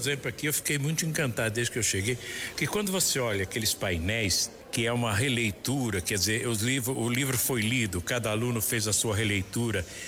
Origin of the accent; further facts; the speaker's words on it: São Paulo, Brazil; Eu sou caipira lá de São Paulo, só tem concreto, nunca pesquei, né? Nem andei a cavalo.